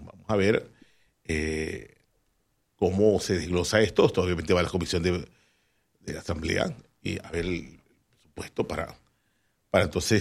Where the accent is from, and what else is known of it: Panama